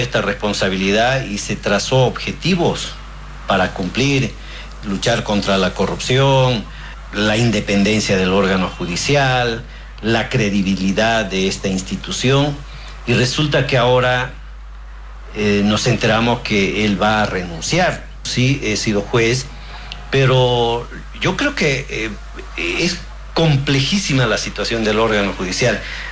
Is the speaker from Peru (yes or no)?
no; Bolivia; como abogados y como ciudadanos bolivianos estamos preocupados